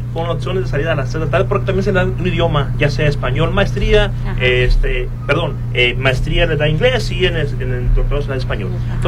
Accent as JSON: {"language": "Spanish", "town": "Escuinapa", "region": "Sinaloa", "country": "Mexico", "said": "Yo soy de Escuinapa, básicamente."}